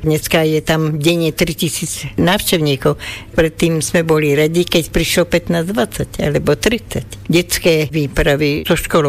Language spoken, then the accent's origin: Slovak; Prešov Region, Slovakia; moved away; Mňa dovezli, keď som mala 3 týždne a som sa narodila v septembri koncom, nie? No tak som odtedy tam bola.